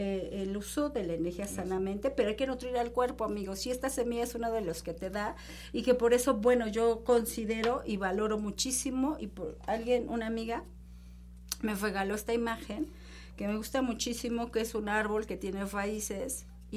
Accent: Mexico; sí soy mexicana

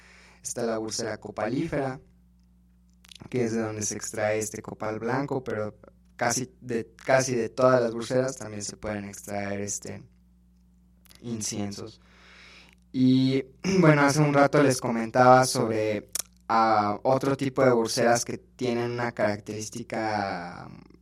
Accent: Quintana Roo, Mexico; Yo soy de Quintana Roo, yo soy de la península de Yucatán.

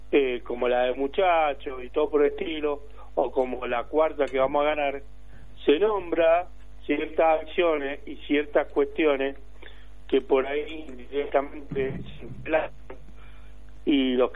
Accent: Cuyo, Argentina; Y así somos los cuyanos.

